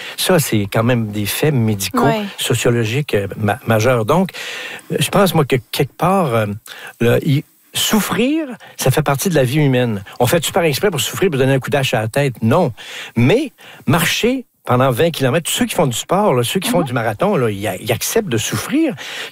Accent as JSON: {"language": "French", "region": "Quebec", "country": "Canada", "accent": "Québécois", "said": "Quand ils entendaient mon accent québécois"}